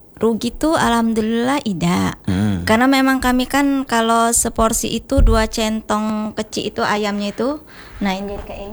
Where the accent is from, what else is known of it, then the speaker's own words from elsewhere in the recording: Palembang, South Sumatra, Indonesia; born there; Memang Jawa tapi lahir di Palembang.